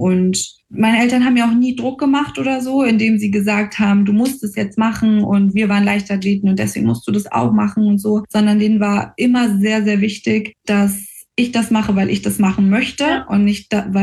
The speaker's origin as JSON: {"language": "German", "region": "Berlin", "country": "Germany", "tie": "born or raised there", "moved": "as an adult", "lives_now": "Frankfurt, Germany", "said": "Also ich komme gebürtig aus Berlin, muss man dazu sagen, und habe bis zu meinem 21. Geburtstag in Berlin auch gewohnt und bin dann erst quasi nach Frankfurt gezogen"}